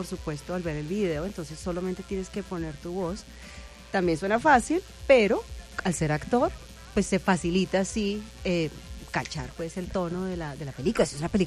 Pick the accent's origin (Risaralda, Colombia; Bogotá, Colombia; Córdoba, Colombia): Bogotá, Colombia; es mi tierra natal, más bogotana que un ajiaco. No puedo olvidar la tierrita que me vio crecer, que me educó en las artes de la voz también